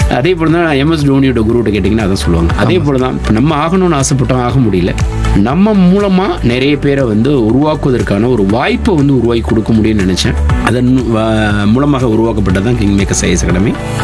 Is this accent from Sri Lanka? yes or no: no; Alanganallur, Tamil Nadu, India; moved away as an adult; அலங்காநல்லூர் என்னுடைய சொந்த ஊர். சென்னைக்கு வந்து ஐஏஎஸ் படிப்பதற்காக போனேன்